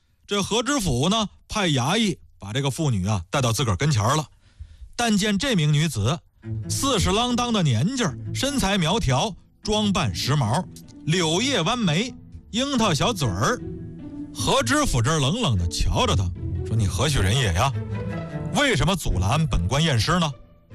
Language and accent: Chinese; Bohai Sea coast, China; 我们老家呢也是在渤海边上，